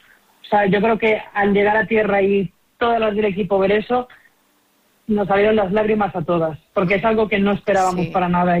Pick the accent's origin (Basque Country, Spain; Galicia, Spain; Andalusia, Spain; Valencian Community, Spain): Galicia, Spain; Cangas; Este año hago un cambio de club y me incorporo pues al club de mi pueblo y donde empecé, y pues voy a empezar la labor de preparadora física y entrenadora en el club de remo de Cangas.